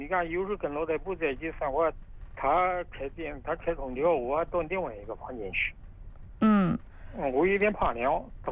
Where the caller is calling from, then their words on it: Hefei, Anhui, China; 我本市的。